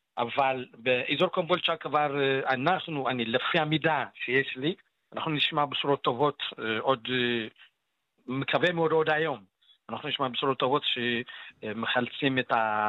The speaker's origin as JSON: {"language": "Hebrew", "country": "Ethiopia", "tie": "born or raised there", "moved": "yes", "lives_now": "Israel", "said": "במיוחד אתיופיה, מדינה שהיינו גדלנו, נולדנו בה"}